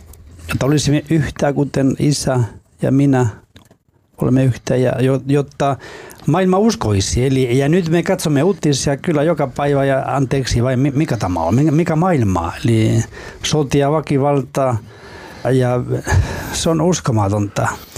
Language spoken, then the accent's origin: Finnish; Basque Country, Spain; Finnish is a second language; now in Finland; koska olen kotoisin Baskimaasta. Ja on yhteisiä piirteitä kyllä, joka yhdistää meitä, kyllä baskit ja suomalaiset.